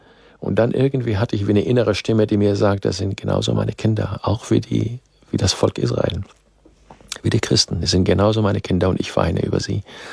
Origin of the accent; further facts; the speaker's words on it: Syria; Dadurch, dass ich Arabisch kann, ich bin ja in Syrien geboren, aufgewachsen